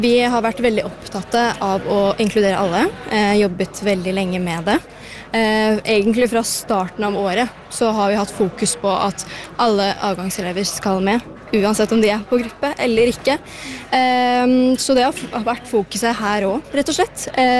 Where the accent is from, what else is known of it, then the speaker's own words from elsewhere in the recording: Albania; Det er et albansk navn for jente, og jeg er albaner